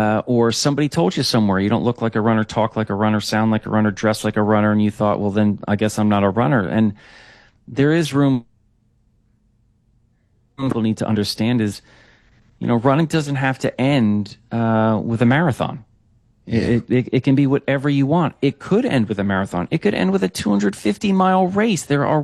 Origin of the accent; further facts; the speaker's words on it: New Jersey, United States; I grew up in New Jersey, so there's a really rich track and field cross-country heritage there. Obviously, we're right near Philly